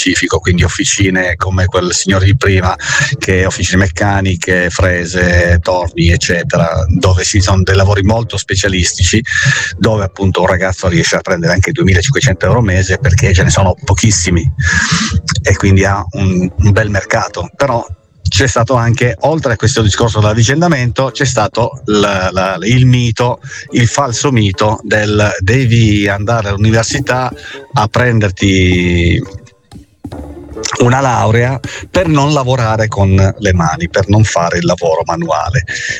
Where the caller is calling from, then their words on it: Turin, Piedmont, Italy; da Torino.